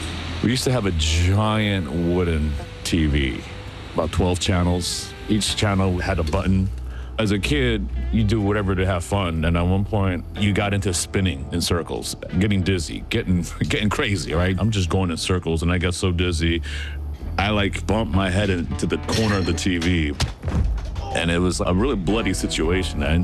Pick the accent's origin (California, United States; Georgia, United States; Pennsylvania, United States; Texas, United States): Texas, United States; Houston; I grew up in Houston, Texas. The house was built sometime in the 70s. It was somewhat of a new suburban neighborhood.